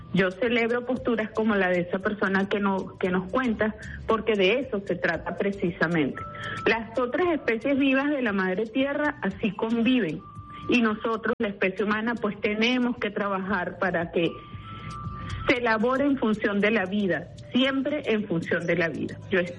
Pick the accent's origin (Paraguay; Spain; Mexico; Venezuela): Venezuela; nosotros como venezolanos y venezolanas debemos sentirlo y hacerlo sentir de esa manera.